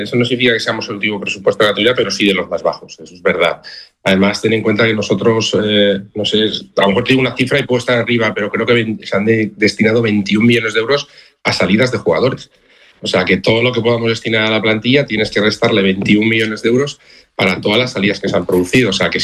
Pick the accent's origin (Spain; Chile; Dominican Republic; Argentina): Spain; Altea, Valencian Community; Y encima, personalmente me ha ido muy bien porque he podido disfrutar de las fiestas de mi pueblo en que mi hija era reina y entonces hemos aprovechado al